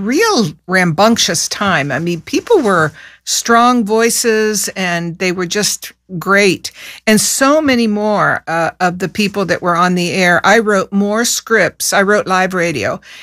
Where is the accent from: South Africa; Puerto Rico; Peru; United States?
Peru; English is a second language; I had never learned Spanish formally. I was born and raised in Peru